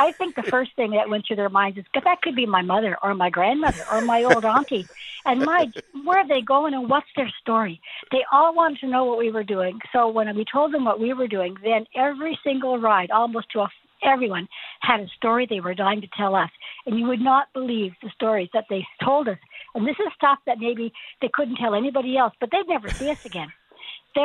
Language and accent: English; Ontario, Canada; also born or lived in Glace Bay, Nova Scotia; My parents emigrated for the work, the mines up in Northern Ontario, so I was brought up in Northern Ontario.